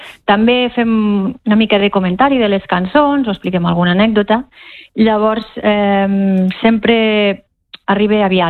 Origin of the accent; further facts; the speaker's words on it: Fontanella, Catalonia, Spain; hem anat a molts pobles, o fins i tot al meu poble, també Fontanella, també he tocat aquest dia